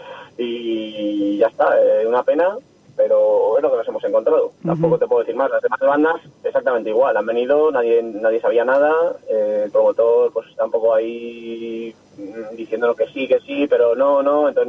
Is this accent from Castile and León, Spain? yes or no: yes; León, Castile and León, Spain; yo y Humbert, mi hermano, somos de León. Estamos aquí en la provincia